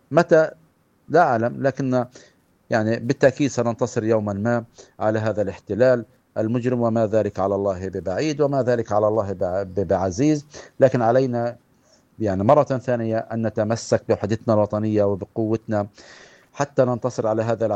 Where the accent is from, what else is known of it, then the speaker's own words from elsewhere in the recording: Palestine; علينا كفلسطينيين أن نتحد.